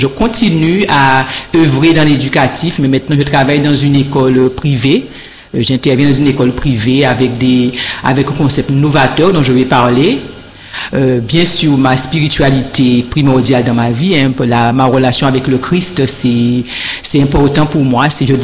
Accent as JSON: {"language": "French", "town": "Pointe-à-Pitre", "country": "Guadeloupe", "tie": "born or raised there", "lives_now": "Baie-Mahault, Guadeloupe", "said": "je suis une citoyenne. J'ai grandi à Pointe-à-Pitre et maintenant j'habite Bimaro."}